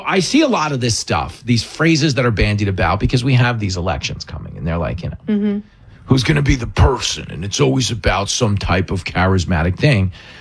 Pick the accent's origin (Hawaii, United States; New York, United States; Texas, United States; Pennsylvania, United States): New York, United States; Long Island; born or raised there